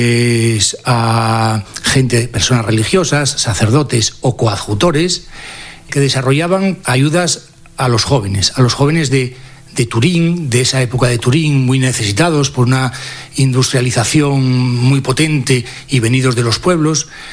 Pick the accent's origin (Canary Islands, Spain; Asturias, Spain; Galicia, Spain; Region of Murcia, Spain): Asturias, Spain; La Felguera; now in Oviedo, Spain; yo vengo de una familia cristiana, soy de La Floguera, ya llevo muchos años viviendo aquí en Oviedo